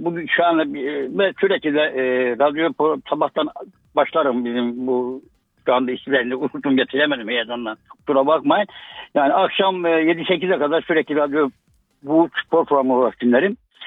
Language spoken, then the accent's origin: Turkish; Erzincan, Turkey; Kerem Aktürkoğlu'na ben Erzincanlıyım. Erzincan Spor'dan beri Kerem Aktürkoğlu'na ayrı bir sempatim var.